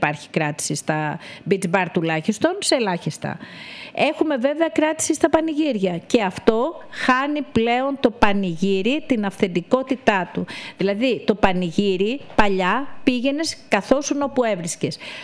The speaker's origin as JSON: {"language": "Greek", "area": "Samos", "region": "North Aegean", "country": "Greece", "said": "έχω ακούσει τόση γκρίνια για το νησί μου"}